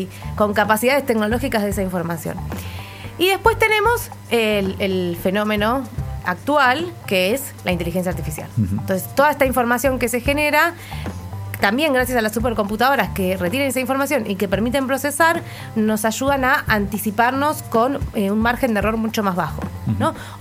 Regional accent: Argentina; A nosotros como Argentina

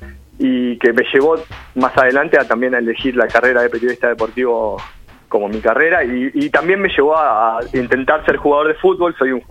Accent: Argentina

